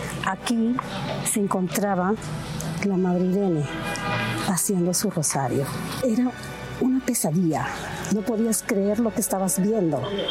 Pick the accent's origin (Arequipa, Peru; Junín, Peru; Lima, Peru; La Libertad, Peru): Junín, Peru; Guasahuasi; born there; Nací el año 76. Nací aquí en Guasahuasi un 6 de marzo.